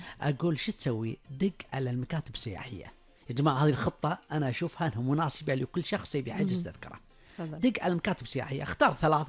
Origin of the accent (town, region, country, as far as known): Kuwait